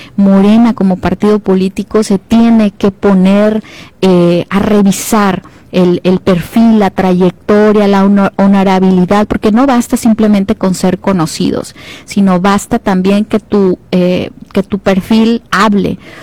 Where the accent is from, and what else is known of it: Sinaloa, Mexico